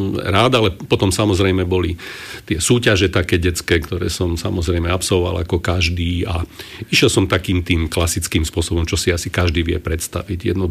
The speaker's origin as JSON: {"language": "Slovak", "town": "Banská Bystrica", "region": "Banská Bystrica Region", "country": "Slovakia", "tie": "born there", "said": "Ja som sa narodil vlastne v Banskej Bystrici"}